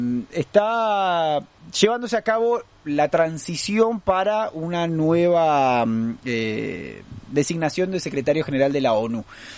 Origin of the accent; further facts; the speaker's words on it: Argentina; por ahí no lo tenemos tan visto acá en Argentina